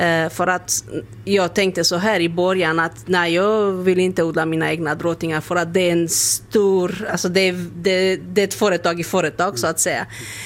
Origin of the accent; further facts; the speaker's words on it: Romania; now in Sweden; jag kommer från Rumänien själv